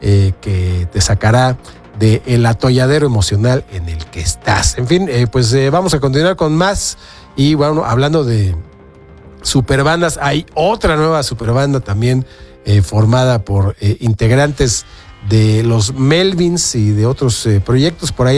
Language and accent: Spanish; Mexico; cuando uno dice aquí en México